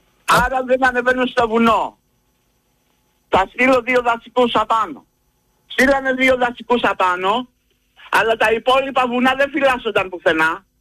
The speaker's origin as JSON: {"language": "Greek", "country": "Greece", "said": "εμένα του Έλληνα πολίτη μου απαγορεύει να προστατεύσω τον τόπο μου"}